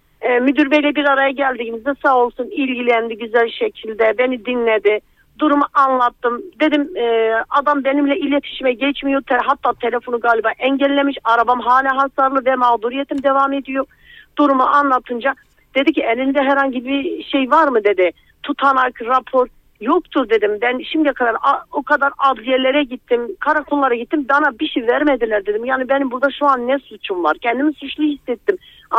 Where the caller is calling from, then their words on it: Malatya, Turkey; Malatya merkezden arıyorum.